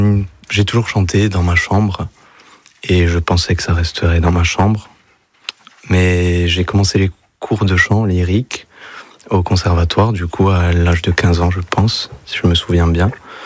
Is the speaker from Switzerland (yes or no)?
no; Bastia, Corsica, France; De Bastia, moi, du coup.